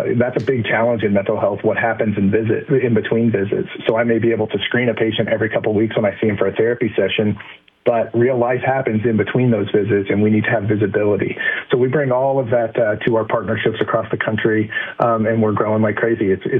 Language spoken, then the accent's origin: English; Illinois, United States; my home state of Illinois